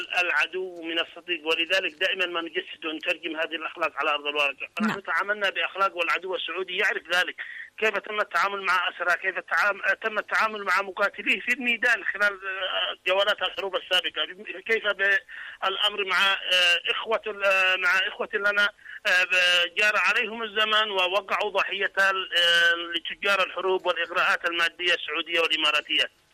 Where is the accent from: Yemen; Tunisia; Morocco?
Yemen